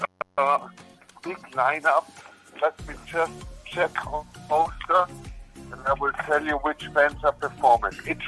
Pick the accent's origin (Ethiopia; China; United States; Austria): Austria; We have one act that is coming from Austria, my home country.